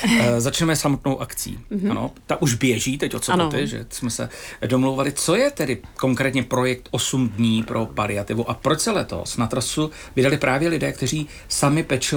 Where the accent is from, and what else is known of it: Stěžery, Hradec Králové Region, Czechia; born there